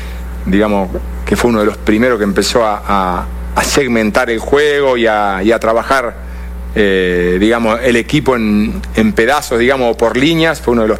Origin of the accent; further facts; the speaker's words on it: Rawson, Chubut, Argentina; also born or lived in Rosario; yo soy oriundo de Rawson, de Chubut.